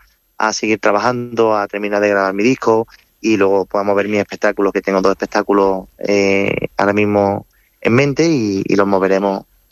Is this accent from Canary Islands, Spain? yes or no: no; Córdoba, Andalusia, Spain; amo a mi tierra como Córdoba